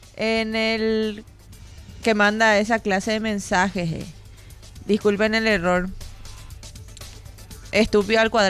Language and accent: Spanish; Paraguay; salir a las calles y unirnos como paraguayos y acompañar a los médicos.